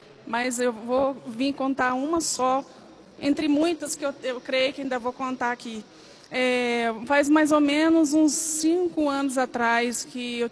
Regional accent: Campos Gerais, Minas Gerais, Brazil; Eu vim de Campos Gerais, Minas Gerais.

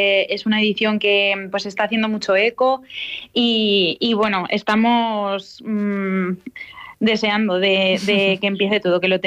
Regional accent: Villarrobledo, Castilla-La Mancha, Spain; also born or lived in Madrid; Yo soy de Villarrobledo

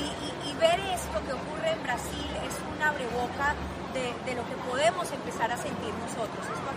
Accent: Mexico; yo extraño un poquito que eso suceda en mi país, no sé, en México

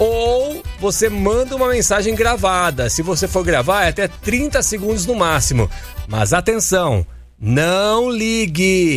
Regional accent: Araras, São Paulo, Brazil; de Araras, minha terra natal.

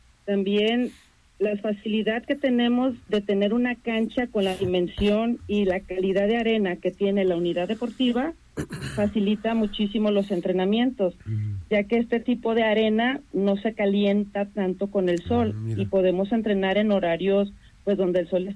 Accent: Colima, Mexico; las dos entrenadoras, tanto la entrenadora como la auxiliar, somos también mujeres de Colima.

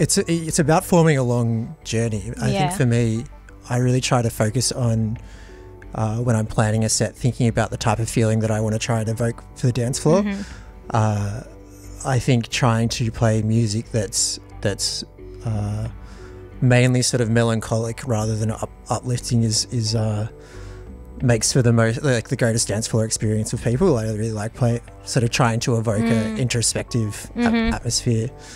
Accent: Flinders Island, Tasmania, Australia; moved away as an adult; also born or lived in Launceston, Australia / Hobart, Australia; now in Melbourne, Australia; Before I'd moved back to Hobart, I am originally from Flinders Island, off the northeast coast of Tasmania. It's a small community of 1,000 people.

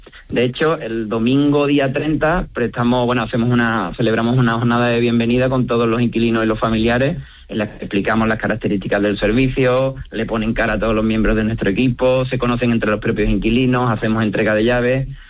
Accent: Cádiz, Andalusia, Spain; moved away as an adult; now in Seville, Spain; yo soy de Cádiz, con lo cual yo me encontré y estudié aquí, ¿no?, en la Pablo de la Vide

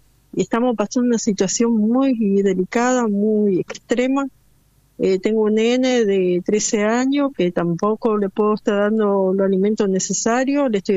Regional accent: Almirante Brown, Buenos Aires Province, Argentina; Soy de Almirante Brown.

